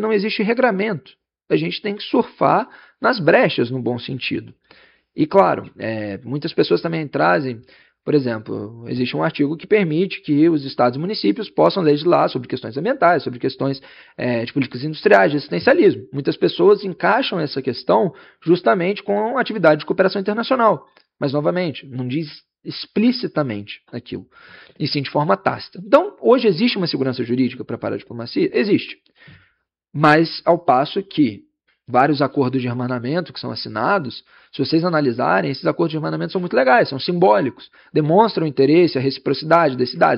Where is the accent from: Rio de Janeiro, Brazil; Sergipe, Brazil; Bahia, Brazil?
Rio de Janeiro, Brazil; Niterói; Sou um fã do Eduardo Paes, sou de Niterói, mas enfim, sou fã.